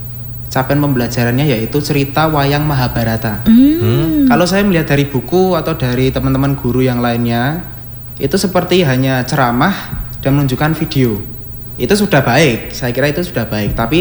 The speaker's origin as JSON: {"language": "Indonesian", "region": "Java", "country": "Indonesia", "lives_now": "Surakarta, Indonesia", "said": "kita sebagai orang Jawa, khususnya suku Jawa"}